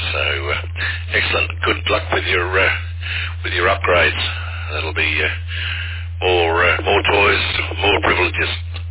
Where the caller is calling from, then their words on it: Australia; and I'm calling from Australia, so it's good evening to you and a very good morning to me, Evan.